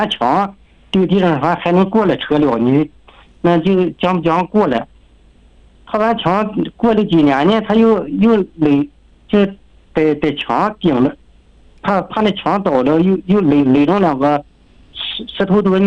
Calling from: Chifeng, Inner Mongolia, China; 我是赤峰市奥汉旗四家子镇解放村村的。

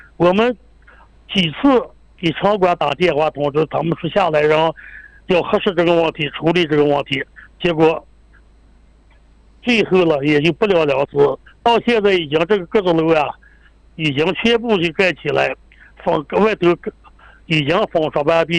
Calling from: Ordos, Inner Mongolia, China; 我是鄂尔多斯东胜的。

